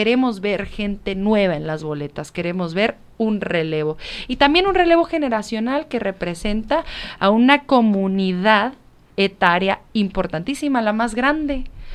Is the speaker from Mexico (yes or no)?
yes; Ciudad Juárez, Chihuahua, Mexico; born there; also born or lived in Parral; soy nacida en Ciudad Juárez, pero mi familia parralense. Y luego, pues viniendo a Chihuahua capital todo el tiempo